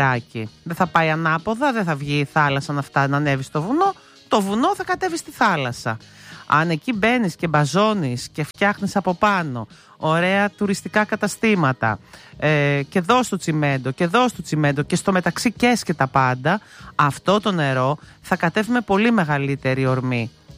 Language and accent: Greek; Palairos, Western Greece, Greece; Είτε είναι στο χωριό μου, στην Πάλερο